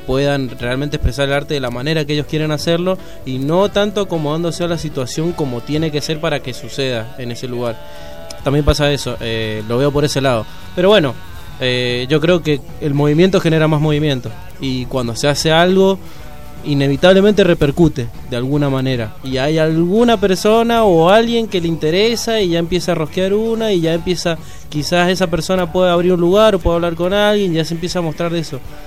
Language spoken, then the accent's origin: Spanish; San Martín, Mendoza, Argentina; Yo, por ejemplo, soy de San Martín